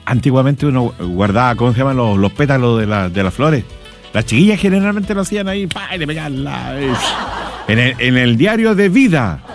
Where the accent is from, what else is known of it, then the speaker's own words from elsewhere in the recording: Chile; Hasta que uno dijo, ¿y vos sos chileno o sos argentino? Y yo soy chileno.